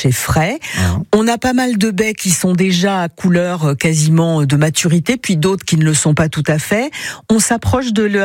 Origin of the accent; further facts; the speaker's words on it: Bourgogne-Franche-Comté, France; C'est quoi les principales variétés de cassis qu'on récolte chez nous en Bourgogne ?